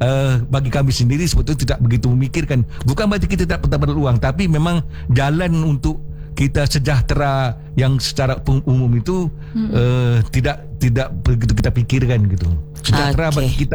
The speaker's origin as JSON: {"language": "Indonesian", "town": "Pekanbaru", "region": "Riau", "country": "Indonesia", "said": "Saya katakan, kalau kami Melayu di Pekanbaru, jangankan sesuatu yang membahagiakan, kami beli motor kami tepung tawar gitu."}